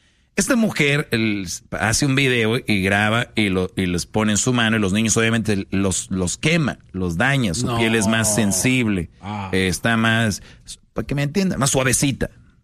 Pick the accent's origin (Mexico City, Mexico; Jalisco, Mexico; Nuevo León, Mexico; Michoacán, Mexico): Nuevo León, Mexico; Monterrey; yo de niño en Monterrey sí jugábamos con eso